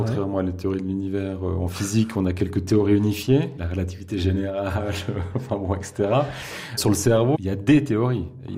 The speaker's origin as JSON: {"language": "French", "country": "Switzerland", "said": "Oui, mais on est suisse et on ne pèse rien."}